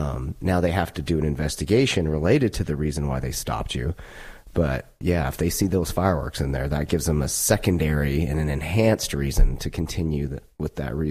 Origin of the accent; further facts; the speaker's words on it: Utah, United States; now in Colorado, United States; growing up in Utah